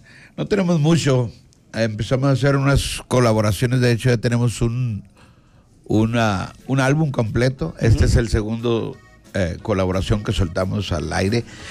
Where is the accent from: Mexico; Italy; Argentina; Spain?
Mexico; Monterrey, Nuevo León; Nosotros venimos desde Monterrey, Nuevo León, México, del norte de México